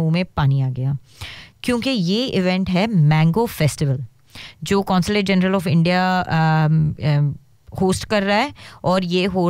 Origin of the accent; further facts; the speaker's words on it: Mumbai, Maharashtra, India; also born or lived in Hyderabad; now in Australia; मैं बॉम्बे से हूँ तो फिर बॉम्बे में हापूस तो मिलता है और मैंने बहुत खाया हुआ है उसके पहले मैं रहती थी हैदराबाद में